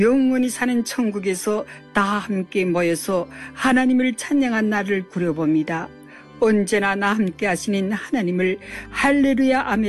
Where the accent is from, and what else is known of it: Hamgyong, North Korea